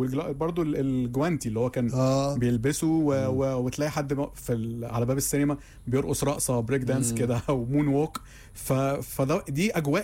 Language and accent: Arabic; Egypt